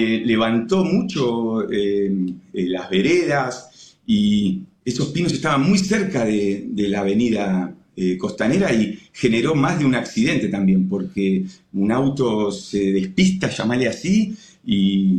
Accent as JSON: {"language": "Spanish", "region": "Buenos Aires", "country": "Argentina", "lives_now": "Lomas de Zamora, Argentina", "said": "Soy de Buenos Aires, de zona oeste, y hace cuando formé mi familia me fui a vivir a Lomas de Zamora."}